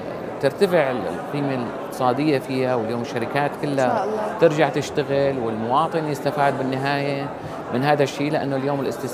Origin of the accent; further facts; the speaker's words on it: Syria; moved away; نحن المستثمرين السوريين اللي نجحوا خارج البلد